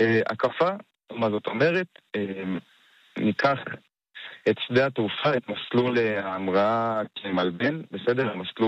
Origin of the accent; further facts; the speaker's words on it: Jerusalem, Jerusalem District, Israel; אז אני בן 22, אני מירושלים.